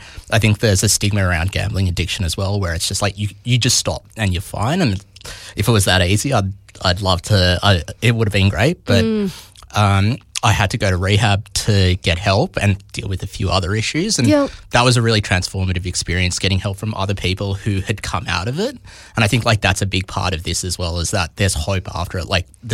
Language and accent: English; Sydney, New South Wales, Australia; Yeah, so I grew up in Sydney